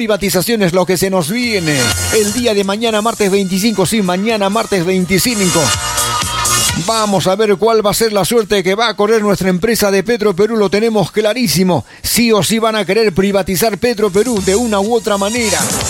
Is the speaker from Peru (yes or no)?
yes; Peru; Somos pues peruanos